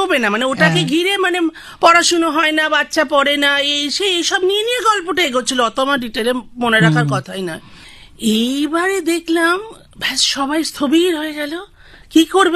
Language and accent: Bangla; Kolkata, West Bengal, India; Doctor ঢোল তার হাতে আমি জন্মেছিলাম, কিন্তু মা বাবা তখন থাকতেন লেক মার্কেটে, কিন্তু ওই মামার বাড়িতে হব বলে শ্যামবাজার চলে আসে, আর ওই থেকেই শ্যামবাজার আমার সঙ্গে একদম অষ্টপৃষ্ঠে জড়িয়ে গেল।